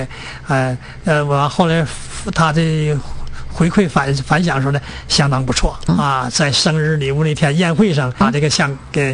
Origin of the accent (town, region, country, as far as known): Tonghua, Jilin, China; born there